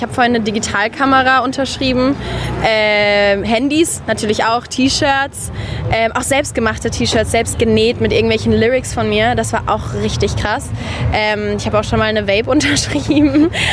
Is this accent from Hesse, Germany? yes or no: no; Karlsruhe, Baden-Württemberg, Germany; Ich komme aus Karlsruhe, das sind dann 1,5 Stunden.